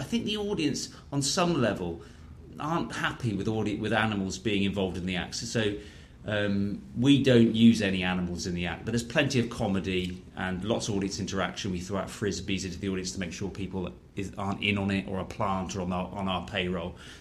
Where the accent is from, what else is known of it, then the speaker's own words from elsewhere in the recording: United Kingdom; it's like certainly in the UK, it's where I'm from. You can tell by my Kentucky accent.